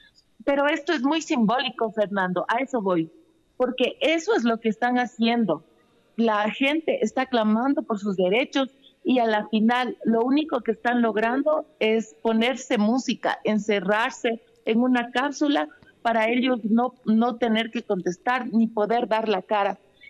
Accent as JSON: {"language": "Spanish", "country": "Ecuador", "said": "los derechos que tenemos como ciudadanos ecuatorianos"}